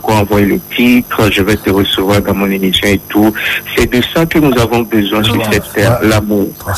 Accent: Lomé, Maritime, Togo; chez nous à Lomé

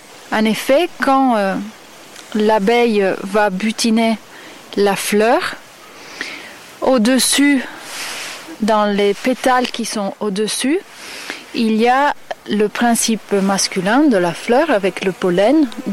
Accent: Italy; Moi, je suis italienne

